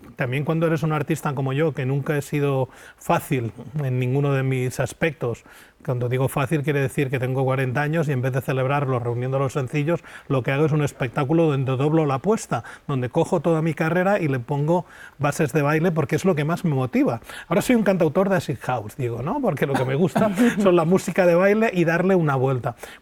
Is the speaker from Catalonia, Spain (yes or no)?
yes; L'Ametlla del Vallès, Catalonia, Spain; moved away; del pequeño pueblo donde soy originario, Lambella del Vallès